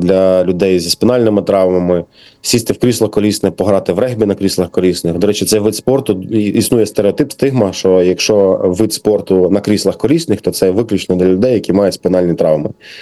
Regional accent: Kharkiv, Kharkiv Oblast, Ukraine; Ми, харків'яни, точно є у Львові.

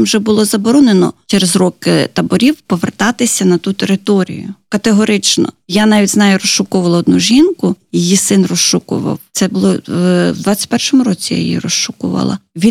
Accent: Lviv Oblast, Ukraine; Львівщина.

